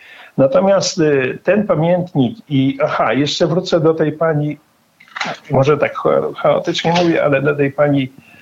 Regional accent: Janów Lubelski, Lublin Voivodeship, Poland; tu u nas w Janowie

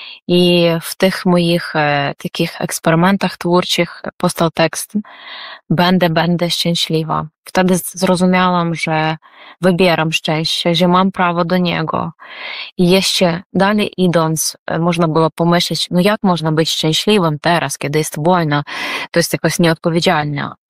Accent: Ukraine; Polish is a second language; now in Warsaw, Poland; Jako Ukrainka, obywatelka, też plastunka, czyli harcerka

